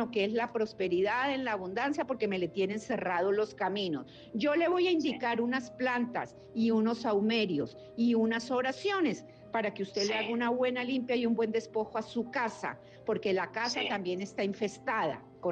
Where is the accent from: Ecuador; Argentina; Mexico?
Mexico; Muy bien, yo soy mexicana, estoy, como le digo, tengo 30 años de experiencia.